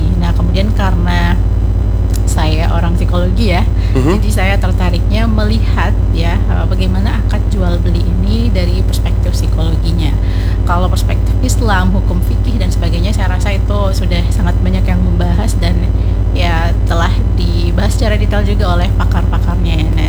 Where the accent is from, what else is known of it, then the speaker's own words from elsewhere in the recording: Jambi, Indonesia; moved away as an adult; also born or lived in Java; now in Banjarbaru, Indonesia; saya sudah tinggal di Jambi ya dari kecil, kemudian saya sempat tinggal di Pulau Jawa juga.